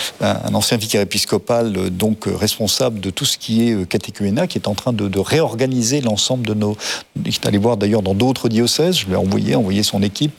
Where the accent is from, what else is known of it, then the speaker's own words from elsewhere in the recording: France; chez nous en France